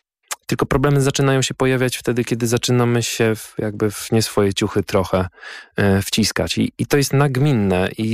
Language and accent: Polish; Skierniewice, Łódź Voivodeship, Poland; born there